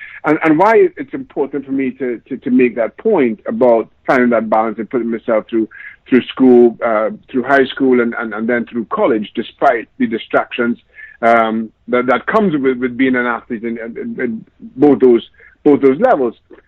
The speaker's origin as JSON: {"language": "English", "country": "Trinidad & Tobago", "tie": "born or raised there", "moved": "as an adult", "lives_now": "United States", "said": "We're an ethnic majority growing up in Trinidad and Tobago, as I did"}